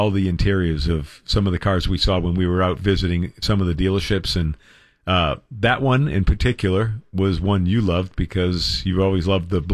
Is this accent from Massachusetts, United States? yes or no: yes; Boston, Massachusetts, United States; Well, when I grew up in Boston, right, Subaru kind of grew up in the Northeast.